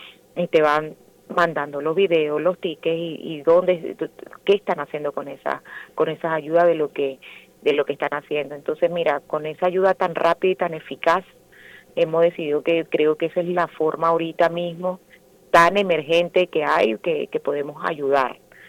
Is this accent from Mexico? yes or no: no; Venezuela; now in Murcia, Spain; No soy de la zona, pero soy venezolana.